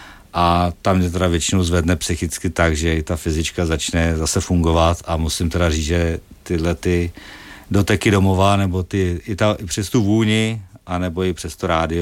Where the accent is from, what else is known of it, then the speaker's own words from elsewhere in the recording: Želeč, South Bohemian Region, Czechia; musím říct, že jsem jel ze Želče u Tábora, protože jsem minule dostal od mých faninek, které jsou teda generaci starší než já, ale to je můj nejsilnější fanklub u nás ve vsi